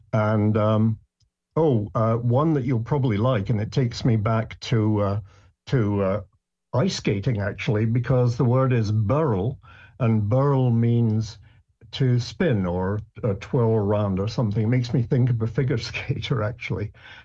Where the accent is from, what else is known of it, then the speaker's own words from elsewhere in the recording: Scotland, United Kingdom; I'm a Scot. That's my nationality. And that means that I speak in Scots, which, by the way, is a language.